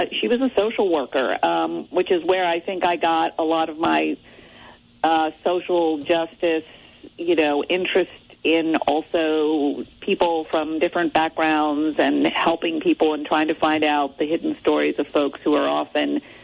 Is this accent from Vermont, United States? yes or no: yes; Middlebury, Vermont, United States; I grew up in Middlebury, Vermont. My dad was the dean of Middlebury College